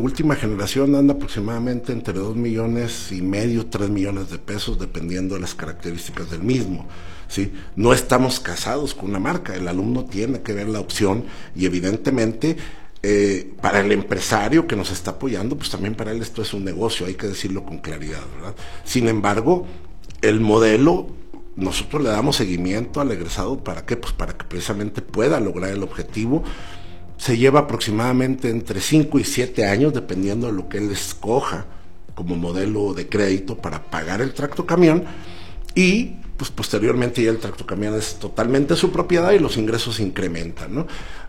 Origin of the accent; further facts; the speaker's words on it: San Juan de Guadalupe, Durango, Mexico; rumbo a mi tierra, San Juan de Guadalupe